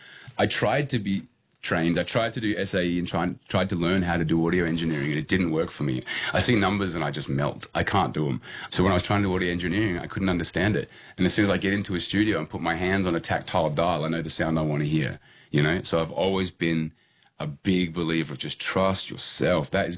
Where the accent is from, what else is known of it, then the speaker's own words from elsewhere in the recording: Wales, United Kingdom; oh, I'm from South Wales